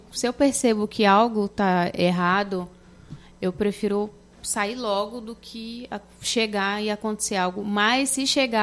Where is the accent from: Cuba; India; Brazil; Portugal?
Brazil; Belém, Pará; eu cresci no Jurunas ouvindo muita música, vendo muitos artistas